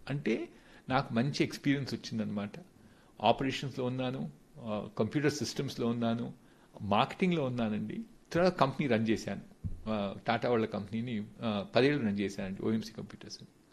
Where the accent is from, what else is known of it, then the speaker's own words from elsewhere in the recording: Khammam, Telangana, India; also born or lived in Visakhapatnam / Kakinada / Vijayawada; వైజాగ్లో చదువుకున్నాను, కాకినాడలో చదువుకున్నాను, విజయవాడలో చదువుకున్నాను, మా ఊరు ఖమ్మం జిల్లా పరిషత్ హై స్కూల్లో కూడా చదువుకున్నానండి 1 సంవత్సరం.